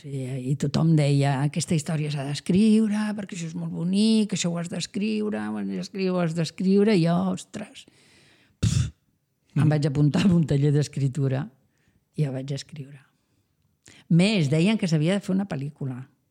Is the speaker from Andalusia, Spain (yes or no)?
no; Palautordera, Catalonia, Spain; I n'he fet 100 més per Palautordera, que és d'on sóc jo. Uh-huh. I com que tinc moltíssima família i tinc molts amics allà, doncs allà continuarem amb el llibre.